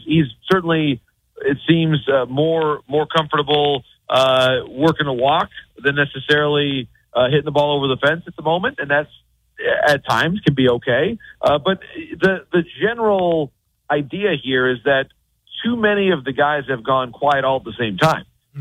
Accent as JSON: {"language": "English", "region": "Midwest", "country": "United States", "said": "And I'm from the Midwest in a small town, Mike."}